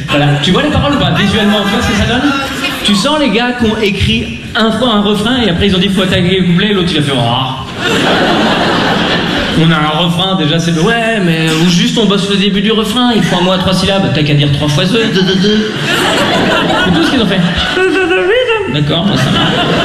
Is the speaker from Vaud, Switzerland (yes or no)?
yes; Lausanne, Vaud, Switzerland; Moi, je viens de Lausanne. Les girons, c'est pour les bouseux. Donc, à Lausanne, il n'y a pas de girons.